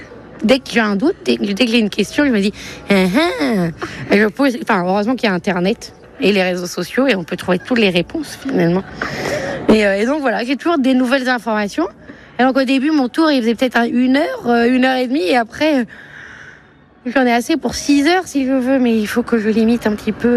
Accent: Brest, Brittany, France; moved away as an adult; Née à Brest, grandie à Brest, et après, passé 10 ans à bourlinguer dans un monde anglophone, surtout.

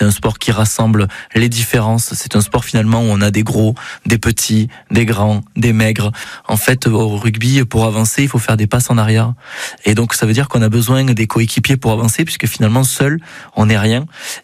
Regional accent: Mende, Occitanie, France; Je suis né à Mende et j'ai vécu sur le Cosse-Méjean. Et donc quand je vois Ici Garloser, ça me parle parce que voilà, Loser, c'est ma terre.

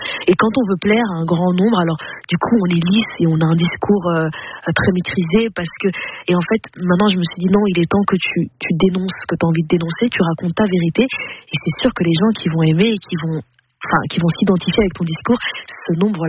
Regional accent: Flanders, Belgium; born or raised there

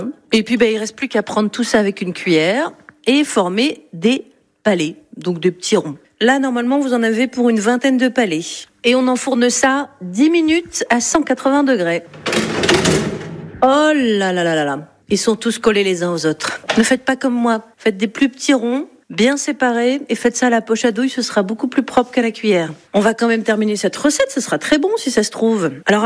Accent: Hauts-de-France, France; Et il est surtout connu pour être réalisé chez nous en Flandre.

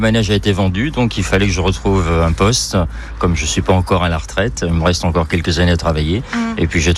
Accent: Saint-Gilles-Croix-de-Vie, Pays de la Loire, France; born there; moved away; Oui, je suis Croix-de-Vie même, né à Saint-Gilles-Croix-de-Vie.

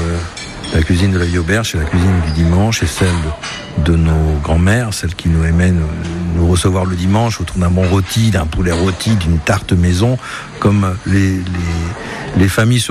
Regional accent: Brittany, France; je viens de Bretagne, donc je cuisine beaucoup au beurre

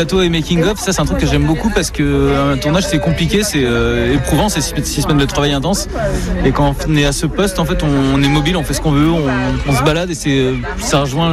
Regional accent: Cherbourg, Normandy, France; also born or lived in Paris; moi je suis né à Cherbourg, j'ai grandi à l'école de voile de Cherbourg, j'ai fait l'optimiste du 420 en compétition.

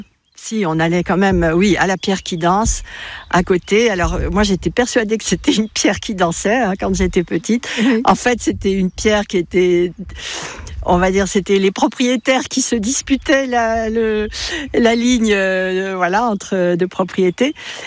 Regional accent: Paris, Île-de-France, France; moved away as an adult; quand j'étais petite, j'habitais à Paris

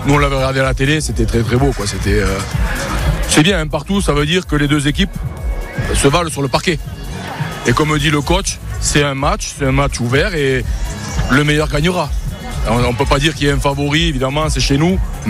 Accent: Pau, Nouvelle-Aquitaine, France; accent: accent chantant (southwestern, Béarnais); il est mignon notre accent.

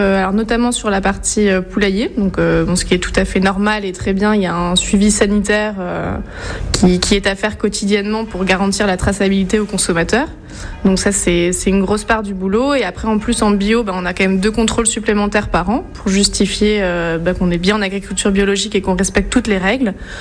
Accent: Strasbourg, Grand Est, France; moved away as an adult; also born or lived in Toulouse; now in Aisne, France; je suis née en Alsace, j'ai grandi à Strasbourg où j'ai fait toute ma scolarité jusqu'au lycée. Et après, je suis partie à Toulouse pour faire des études d'ingénieur agricole.

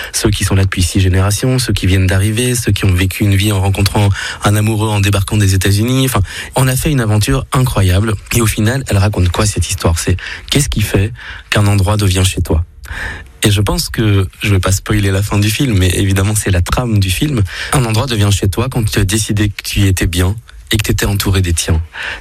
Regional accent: Belgium; also born or lived in India; now in France; Gabriel vient du Brésil, moi je suis né en Inde, j'étais adopté en Belgique, 14 000 kilomètres nous séparaient.

